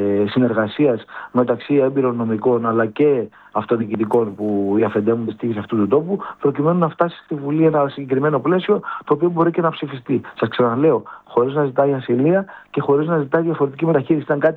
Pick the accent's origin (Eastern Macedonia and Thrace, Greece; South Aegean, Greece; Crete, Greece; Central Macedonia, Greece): South Aegean, Greece; Rhodes